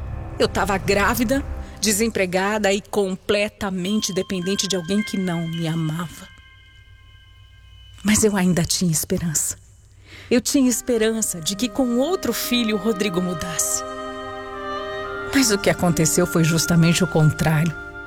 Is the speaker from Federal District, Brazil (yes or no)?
yes; Brasília, Federal District, Brazil; born there; Eu nasci em Brasília.